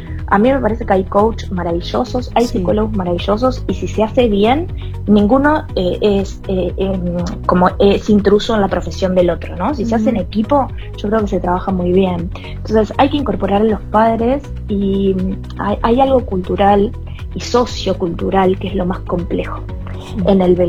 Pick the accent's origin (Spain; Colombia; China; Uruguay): Uruguay; moved away as an adult; now in Argentina; Soy uruguaya, vivo en Argentina hace 12 años.